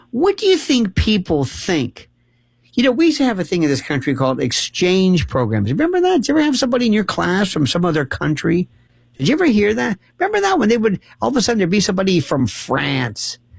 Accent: Tampa, Florida, United States; I lived growing up in Tampa, or Tampa, as you would say, which is the home of MacDill Air Force Base.

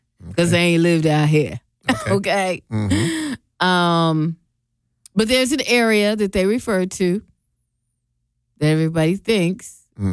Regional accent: Seattle, Washington, United States; moved away; In my hometown, Seattle, Washington

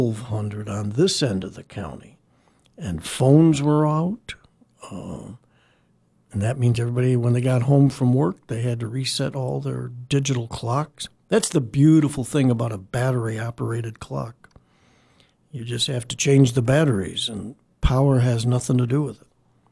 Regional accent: Chicago, Illinois, United States; moved away; my hometown of Chicago

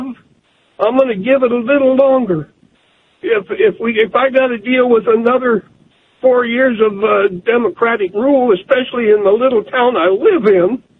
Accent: Oregon, United States; I'm a 75-year-old native Oregonian that's just about ready to sell my home in Maupin and leave the state for Idaho.

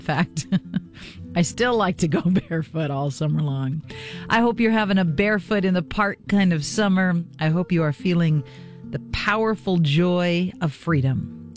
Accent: Oregon, United States; I can remember as a kid growing up on the Oregon coast, I couldn't wait for school to get out and just have that exhilarating, powerful feeling of freedom every day.

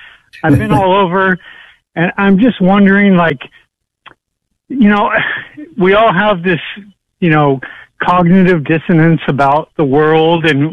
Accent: Sedona, Arizona, United States; And, well, I grew up in Sedona, Arizona.

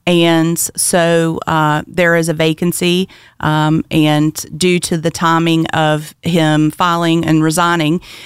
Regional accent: West Virginia, United States; also born or lived in Akron, Ohio; I was born a Putnam County child. I'm the only Putnam County native in this race. I was born and raised in Putnam County, graduated from Buffalo High School, went to Marshall University

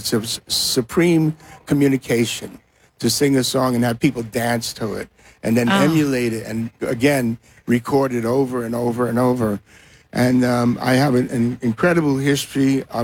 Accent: Garfield, New Jersey, United States; Garfield, New Jersey.

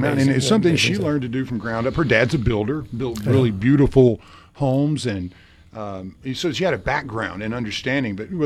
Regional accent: Jackson, United States; I have a friend that I grew up with here in the Jackson area

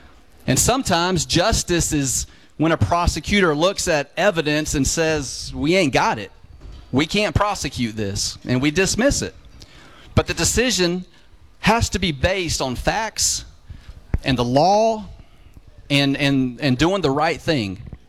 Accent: Pilot Mountain, North Carolina, United States; born or raised there; now in Mount Airy, United States

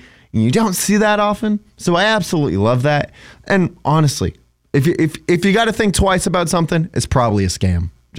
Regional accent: Manchester, New Hampshire, United States; here in my hometown of Manchester.

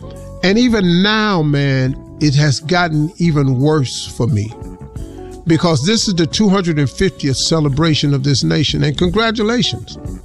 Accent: Welch, West Virginia, United States; I grew up in Welch, West Virginia. I saw colored-only water fountains. I saw colored-only restrooms. I saw Kresge's downtown where blacks couldn't sit at the lunch counters.

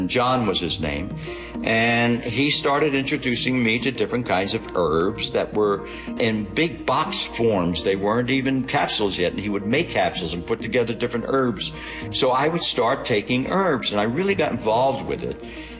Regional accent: Philadelphia, Pennsylvania, United States; she thinks it's a kid that I grew up with in South Philly, a lot of Italian kids

